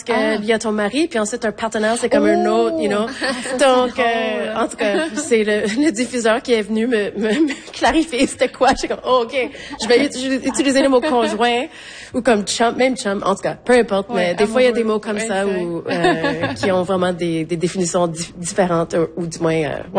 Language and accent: French; Saskatchewan, Canada; même si je viens de la Saskatchewan